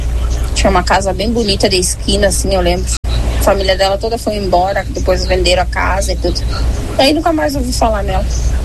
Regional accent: Santana do Livramento, Rio Grande do Sul, Brazil; eu sou natural de Santana do Livramento

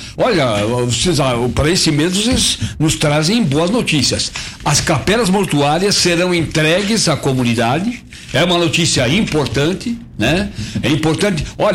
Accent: Nova Prata, Rio Grande do Sul, Brazil; born there

